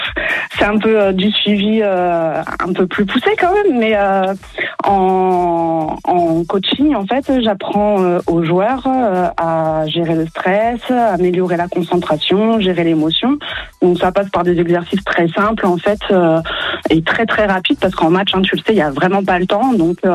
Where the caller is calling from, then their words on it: Gaujac, Occitanie, France; J'appelle de Gaujac, à côté de Nîmes, dans le Gard